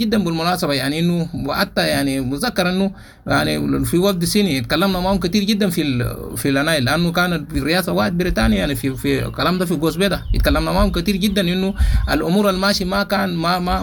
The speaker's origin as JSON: {"language": "Arabic", "country": "Sudan", "said": "برغم انه احنا سودانيين وعارفين انه كويس"}